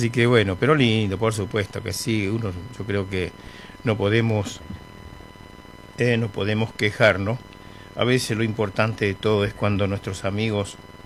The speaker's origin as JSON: {"language": "Spanish", "town": "Presidencia de la Plaza", "region": "Chaco", "country": "Argentina", "moved": "yes", "said": "mi gente del Chaco, Presidencia de la Plaza, mi pueblo"}